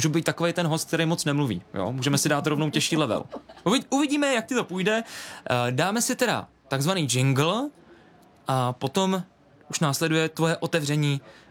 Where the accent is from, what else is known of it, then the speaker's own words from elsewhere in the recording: Brno, South Moravian Region, Czechia; teď jsem to řekl jako Brňák